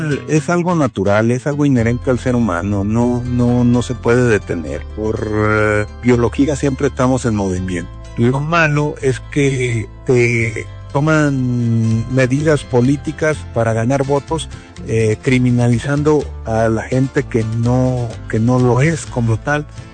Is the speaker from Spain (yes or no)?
no; Mexico